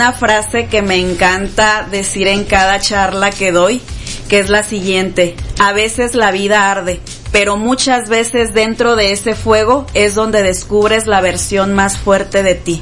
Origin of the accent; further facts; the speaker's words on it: Michoacán, Mexico; soy michoacana.